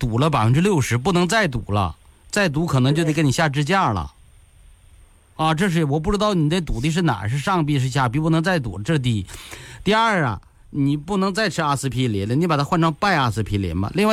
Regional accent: Northeast China, China; 我也是东北的，咱俩是老乡。

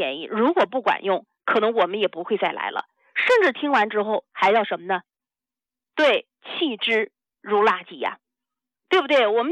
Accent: China; 让老外反过来赚我们中国人的钱，那对咱们的中国老百姓真的一点意义都没有。

